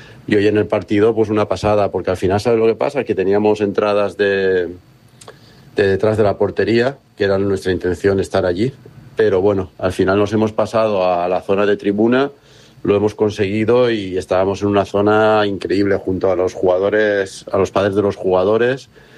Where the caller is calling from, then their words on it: Alcoy, Valencian Community, Spain; hemos representado un poquillo algo de Alcoy ahí, en la final.